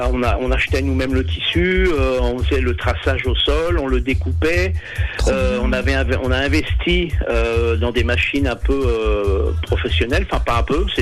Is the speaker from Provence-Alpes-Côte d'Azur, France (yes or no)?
no; Étampes, Île-de-France, France; dans mon bled à Étampes, en banlieue de Paris